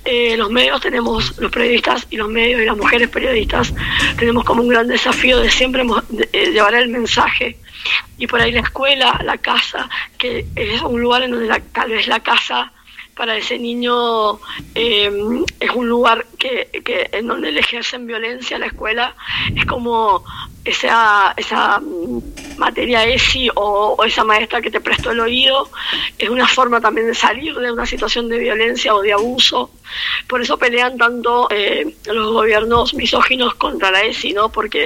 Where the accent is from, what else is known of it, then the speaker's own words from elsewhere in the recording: Tupungato, Mendoza, Argentina; yo soy de Tupungato